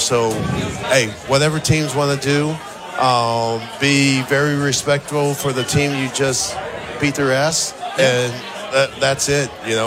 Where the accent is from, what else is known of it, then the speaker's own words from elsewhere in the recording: Orlando, Florida, United States; also born or lived in Kansas; I grew up in Orlando, went to Tinker Field